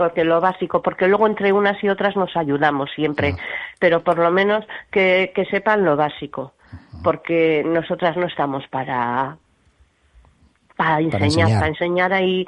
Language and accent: Spanish; Vitoria, Basque Country, Spain; pero si somos los tres, somos de Vitoria y cada uno hacemos